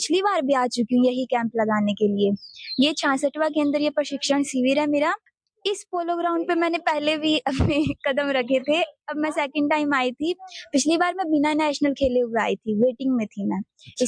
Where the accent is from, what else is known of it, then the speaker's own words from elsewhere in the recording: Sri Ganganagar, Rajasthan, India; मैं श्री गंगानगर राजस्थान से बिलोंग करती हूँ।